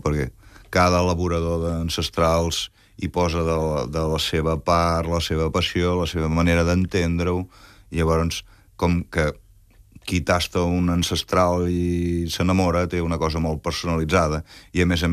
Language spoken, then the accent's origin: Catalan; Catalonia, Spain; No, som catalans, estem a Catalunya, fem coses de catalans.